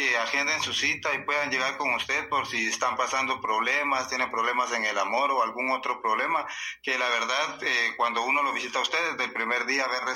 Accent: Tiquizate, Escuintla, Guatemala; De Tiquizate, de Escuintla.

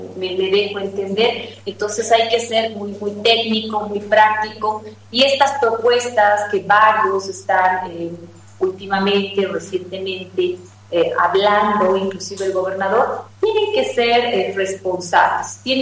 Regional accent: Cochabamba, Bolivia; nosotros, como cochabambinos y como bolivianos

